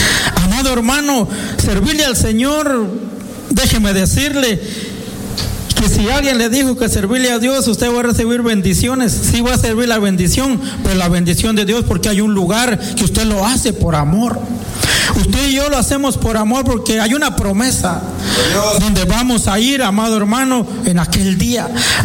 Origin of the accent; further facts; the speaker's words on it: San Marcos, Guatemala; now in Lake Forest, United States; Yo soy de Guatemala, desde el departamento de San Marcos